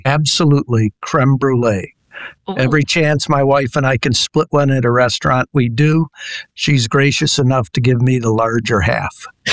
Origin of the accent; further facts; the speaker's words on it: Grand Blanc, Michigan, United States; Both my wife and I grew up in Michigan, grew up in a town called Grand Blanc up mm-hmm. near Flint. And we were at the same church, same school